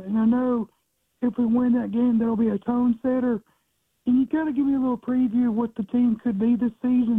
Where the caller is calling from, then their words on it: Trussville, Alabama, United States; I graduated from here at Trustful in 2014